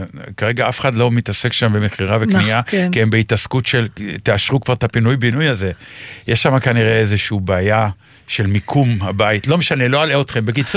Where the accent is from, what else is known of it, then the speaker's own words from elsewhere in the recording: Ramat Gan, Tel Aviv District, Israel; שעברתי דרך בית ילדותי, ברמת גן